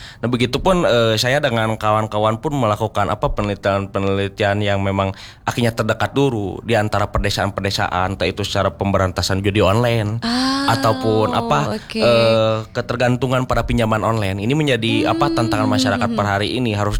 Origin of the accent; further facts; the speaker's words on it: West Java, Indonesia; Aku daerah Cileunyi, dekat juga sama Sumedang berarti.